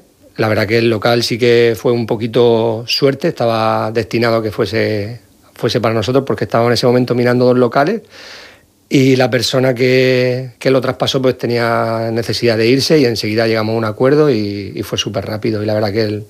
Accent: Valencian Community, Spain; momento veníamos mucho por Murcia, aunque somos de la Vega Baja, de la zona de Alicante, pero veníamos mucho a Murcia.

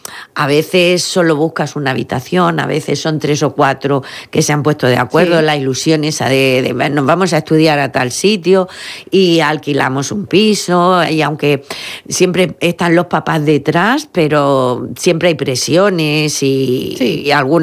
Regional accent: Cieza, Region of Murcia, Spain; moved away as an adult; yo soy de Cieza, me fui a estudiar a Murcia

